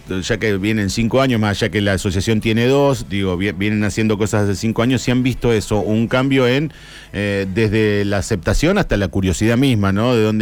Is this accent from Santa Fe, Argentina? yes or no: yes; Gálvez, Santa Fe, Argentina; En Gálvez hay una asociación, Gálvez no Villa Gobernador Gálvez, sino de donde soy yo.